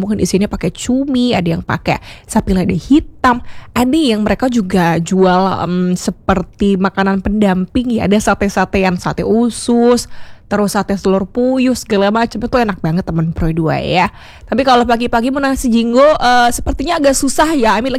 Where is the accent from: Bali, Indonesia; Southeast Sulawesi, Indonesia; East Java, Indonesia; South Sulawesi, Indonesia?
Bali, Indonesia; kita orang Bali